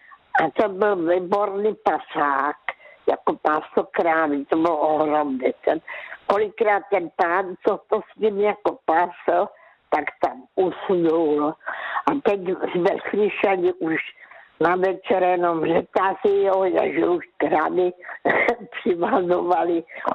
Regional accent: Karolinka, Zlín Region, Czechia; born there; Takže já jsem se narodila v Karolince, to byla vesnice, dneska je to městí.

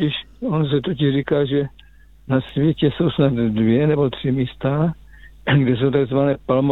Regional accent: Žeravice, South Moravian Region, Czechia; now in Kopřivnice, Czech Republic; já jsem teda z Kopřivnice, ale vyrůstal jsem v Žeravicích, takže to je 6 km od Brzence.

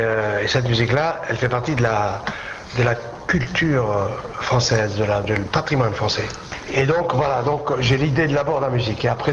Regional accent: France; Évidemment, je suis français, j'habite en France. Et la France, c'est mon pays.

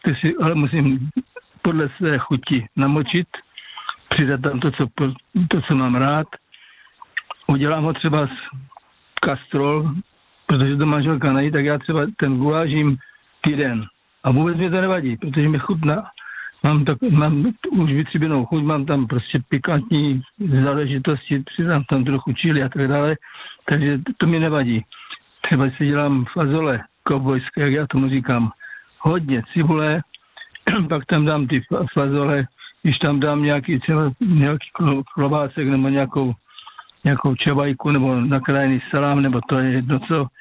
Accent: South Moravian Region, Czechia; já pocházím z Moravskoslovácka, to už víte

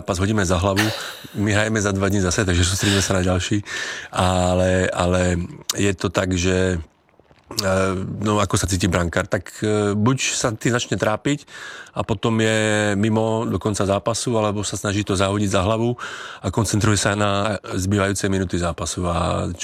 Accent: Slovakia; now in Czechia; No tak jsem Slovák, takže faním Slovákům samozřejmě.

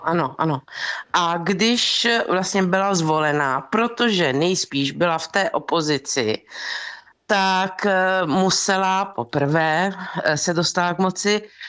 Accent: Bari, Apulia, Italy; Czech is a second language; slavila to v Bari, což je moje město.

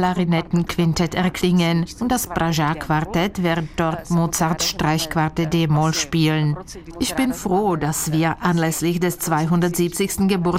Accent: Ostrava, Moravian-Silesian Region, Czechia; Meine Eltern sind dort geboren. Dann zogen sie jedoch für die Arbeit nach Ostrau. Ich bin also schon eine gebürtige Ostrauerin.

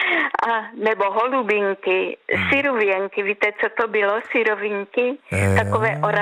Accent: Senica, Trnava Region, Slovakia; moved away; pocházím z vesnice, ze Senice

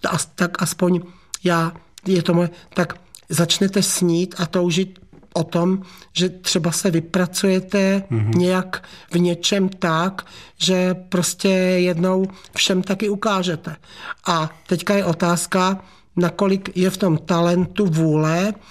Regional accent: Uherský Ostroh, Zlín Region, Czechia; also born or lived in Víceměřice; tam já jsem vyrůstala, bylo to velmi romantické

